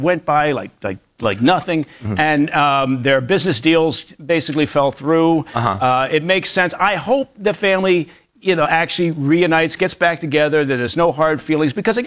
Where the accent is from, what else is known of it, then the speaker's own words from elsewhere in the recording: London, United Kingdom; born there; moved away; I was born in London.